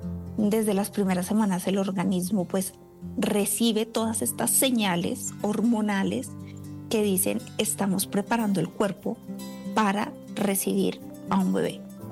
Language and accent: Spanish; Colombia; now in Belgium; soy colombiana, vivo en Bélgica, pero hoy transmito desde Colombia. Estoy aquí en mi tierra natal.